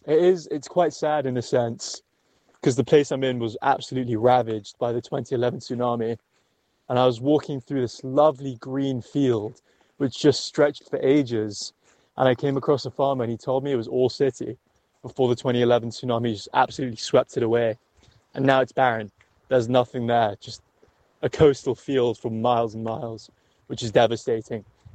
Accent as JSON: {"language": "English", "country": "Spain", "second_language": "English", "lives_now": "Japan", "said": "I had a really nice couple who caught wind that I was from Spain, and they invited me in and tried their hand at making a Japanese-style paella"}